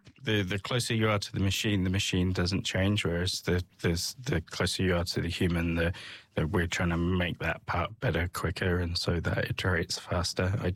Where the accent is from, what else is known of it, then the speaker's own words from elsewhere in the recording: England, United Kingdom; also born or lived in Edinburgh; I was brought up in England. So mm-hmm. I went to King Edward's School in Southampton, mm-hmm. Did my GCSEs and my A-levels, and then went on to Edinburgh.